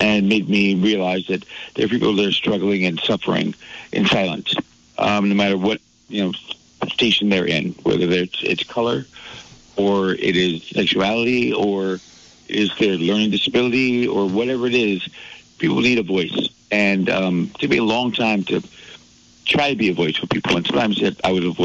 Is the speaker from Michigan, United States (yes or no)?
yes; Saginaw, Michigan, United States; moved away as an adult; also born or lived in Arkansas; now in Vermont, United States; as a person of color, where I grew up in Saginaw, Michigan